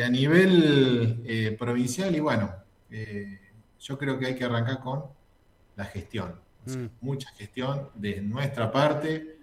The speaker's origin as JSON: {"language": "Spanish", "town": "Carcarañá", "region": "Santa Fe", "country": "Argentina", "moved": "yes", "said": "Te decía que soy de Carcarañá."}